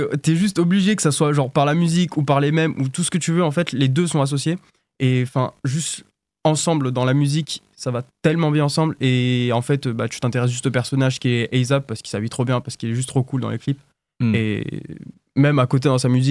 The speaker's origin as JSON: {"language": "French", "town": "Montpellier", "region": "Occitanie", "country": "France", "said": "moi je viens de Montpellier même."}